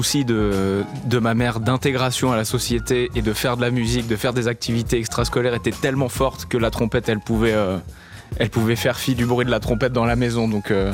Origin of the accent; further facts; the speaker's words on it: Algeria; il est principalement inspiré de mon retour dans mon pays d'origine, qui est l'Algérie, où j'étais pas retourné depuis une quinzaine d'années.